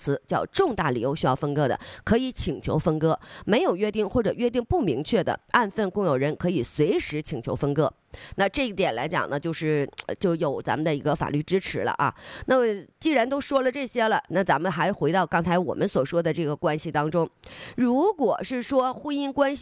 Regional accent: Northeast China, China; accent: Northeastern; 像用咱们东北话讲

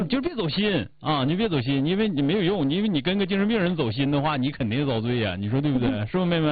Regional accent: Northeast China, China; 咱们东北人不就，东北人常说的话

